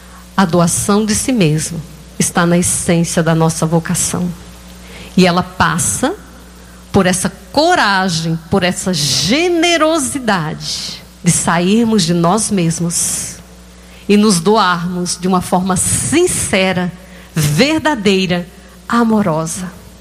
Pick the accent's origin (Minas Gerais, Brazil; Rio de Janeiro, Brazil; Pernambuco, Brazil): Pernambuco, Brazil; moved away as an adult; Há 30 anos atrás, existia uma distância tão grande do Nordeste para cá, sou pernambucana.